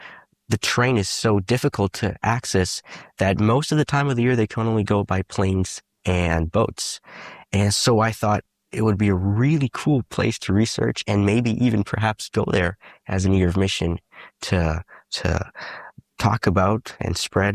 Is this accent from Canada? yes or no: yes; Canada; moved away; I'm from Canada, and I was raised there. I was born and raised there. I grew up pretty much on a farm with couple animals and tractors.